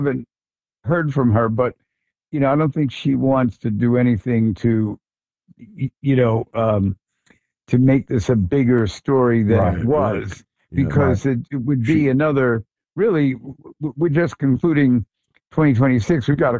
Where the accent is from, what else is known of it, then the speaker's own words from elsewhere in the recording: Long Island, New York, United States; We're both from Long Island